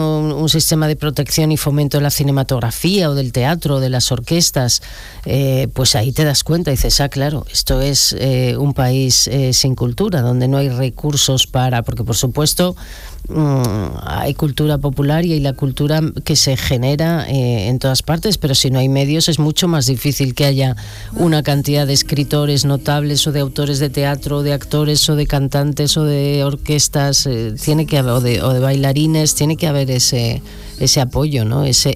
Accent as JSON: {"language": "Spanish", "town": "Bilbao", "region": "Basque Country", "country": "Spain", "said": "Yo soy de Bilbao"}